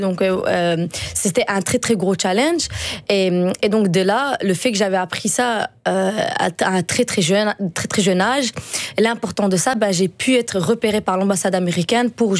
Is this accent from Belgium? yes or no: yes; Antwerp, Flanders, Belgium; first language Dutch; French is a second language; Parce que moi, j'ai grandi à Anvers. J'étais néerlandophone de base.